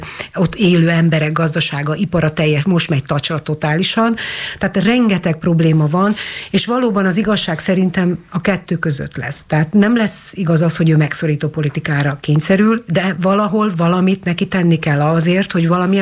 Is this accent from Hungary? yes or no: yes; Kiskunmajsa, Bács-Kiskun, Hungary; born there; Hát én Kiskumajsán születtem, hát ott posza homok